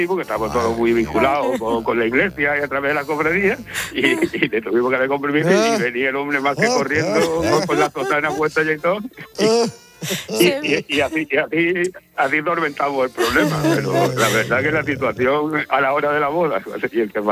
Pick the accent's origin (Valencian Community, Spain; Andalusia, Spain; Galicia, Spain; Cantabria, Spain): Andalusia, Spain; y aquí, como somos de Belén, Málaga, y aquí estamos todos metidos en cofradías